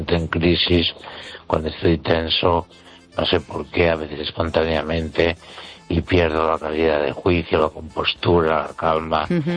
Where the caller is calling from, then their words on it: Ourense, Galicia, Spain; desde Orense.